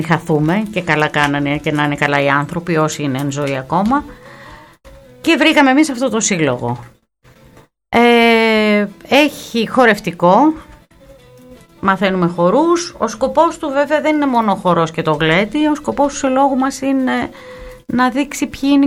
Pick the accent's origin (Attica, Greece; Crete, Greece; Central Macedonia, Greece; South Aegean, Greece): Crete, Greece; Chania; moved away as an adult; now in Kalamata, Greece; Εγώ γεννήθηκα, μεγάλωσα στην Κρήτη.